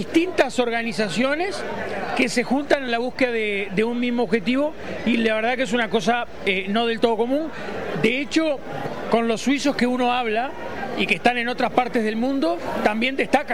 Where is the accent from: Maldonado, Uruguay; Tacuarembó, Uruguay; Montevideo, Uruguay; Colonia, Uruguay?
Colonia, Uruguay; Nueva Helvecia; somos oriundos, nacimos y vivimos en Nueva Helvecia, pero no tenemos antecesores suizos